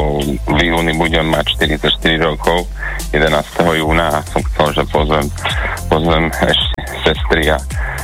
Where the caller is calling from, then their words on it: Levice District, Nitra Region, Slovakia; Levický okres a je to taká malá dedinka